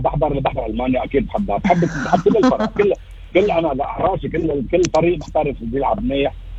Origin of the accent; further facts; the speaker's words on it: Lebanon; now in Australia; نحن ربينا ايام طفولتنا بلبنان